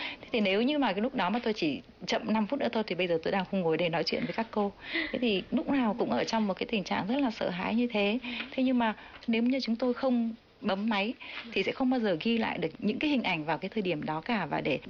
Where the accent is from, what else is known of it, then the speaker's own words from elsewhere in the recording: Okinawa, Japan; Vietnamese is a second language; cảm thấy là cố đô Huế có một cái gì rất là giống với thành Surijo, tức là một cái thành của Okinawa, quê hương tôi.